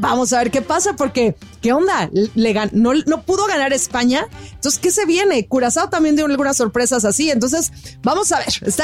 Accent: Mexico

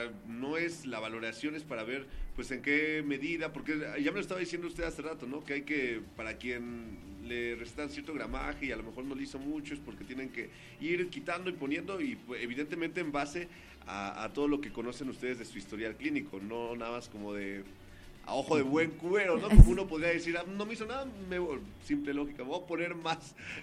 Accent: Mexico; siendo mexicanos

